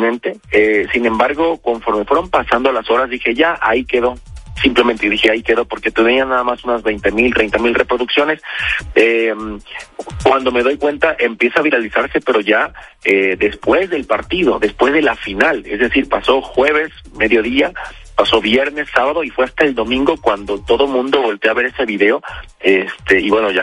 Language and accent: Spanish; Veracruz, Mexico; como decimos los veracruzanos